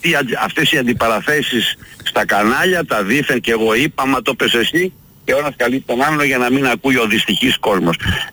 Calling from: Vouliagmeni, Attica, Greece; Είμαι από τη Βουλιαγμένη. Δεν είμαι από του Παπάγου

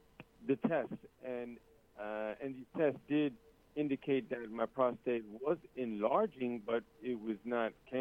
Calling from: New Jersey, United States; I'm calling in from North Berkeley, New Jersey.

